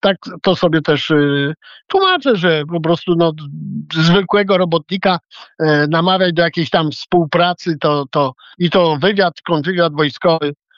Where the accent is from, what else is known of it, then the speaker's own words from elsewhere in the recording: Białogard, West Pomeranian Voivodeship, Poland; moved away as an adult; now in Gdańsk, Poland; Ja z Białogardu pochodzę.